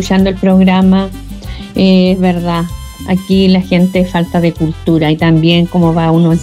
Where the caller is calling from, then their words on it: Hualpén, Biobío, Chile; aquí yo vivo en Hualpén